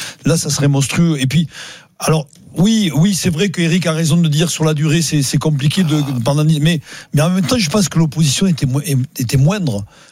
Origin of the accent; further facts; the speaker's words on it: Toulouse, Occitanie, France; je suis toulousain, que j'ai joué à Toulouse